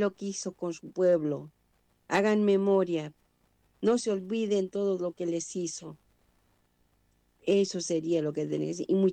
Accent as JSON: {"language": "Spanish", "country": "Bolivia", "moved": "yes", "said": "yo como boliviana"}